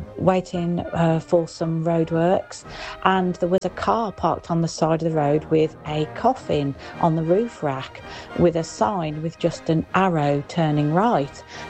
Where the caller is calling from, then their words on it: Bromsgrove, West Midlands, United Kingdom; of Bromsgrove.